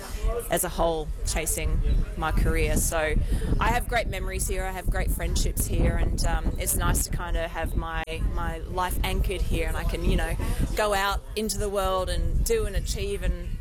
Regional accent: Middlemount, Queensland, Australia; also born or lived in Blackwater; I was born in Blackwater. I grew up in Middlemount.

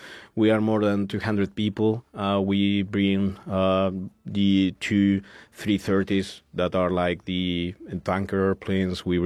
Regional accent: Spain; English is a second language; The food here, man, we come from Spain, you know, we are very, you know, like, no, it was great.

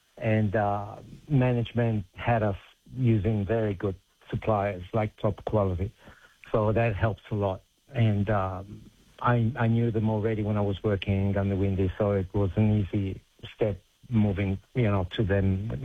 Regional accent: Sydney, New South Wales, Australia; born there; also born or lived in Europe; Well, I was born in Sydney, but my parents were from Italy, and then I moved back to Europe, and I did live over there more than 30 years.

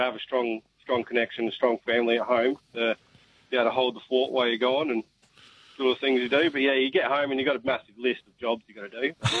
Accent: Victor Harbor, South Australia, Australia; Yeah, I'm down at Victor Harbour, God country. Love it down there.

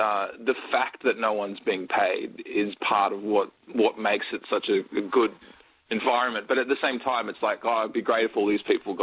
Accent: Sydney, New South Wales, Australia; I'm from Sydney originally. And so I grew up with 2CR and FBI as well.

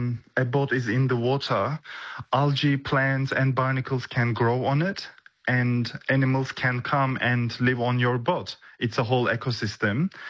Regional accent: Turkey; now in Australia; I grew up in Mediterranean Sea, and it's so colorful. It's beautiful.

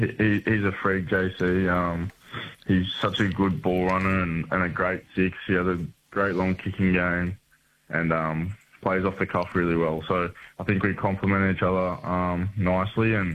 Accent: Tweed Heads, New South Wales, Australia; This is my hometown. I was born in Tweed Heads, so just the New South Wales side of Gold Coast. So I'm a New South Walesman

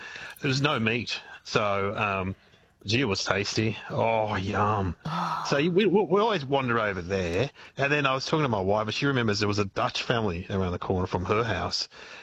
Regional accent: Mitcham, Victoria, Australia; Well, I grew up in Mitcham, and you'd think Mitcham would be pretty white Anglo, but because it was near the Nuttawatting Migrant Hostel, we had a lot of migrants dotted throughout the area

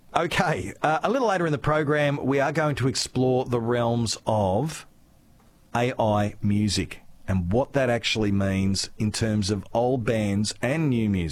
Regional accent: South Australia, Australia; but only because I was brought up in South Australia.

